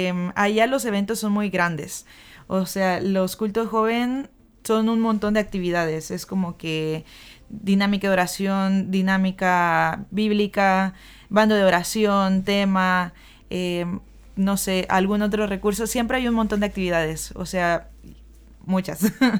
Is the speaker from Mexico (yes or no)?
yes; Mexico; now in Argentina; Yo vengo de México, entonces mis programas son muy norteamericanos.